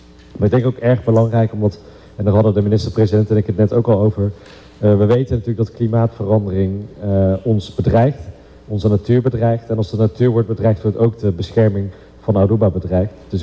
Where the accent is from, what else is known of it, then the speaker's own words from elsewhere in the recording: Netherlands; En voor ons als Nederlanders hier op die eilanden, is het is voor u misschien soms gewoon dat het zo mooi is hier.